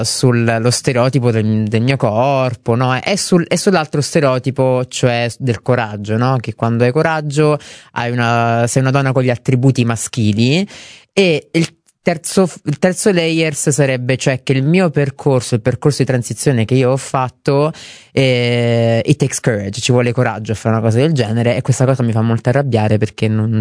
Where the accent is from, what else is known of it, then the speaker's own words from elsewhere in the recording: Reggio Calabria, Calabria, Italy; moved away; io sono di Reggio Calabria, una famiglia calabrese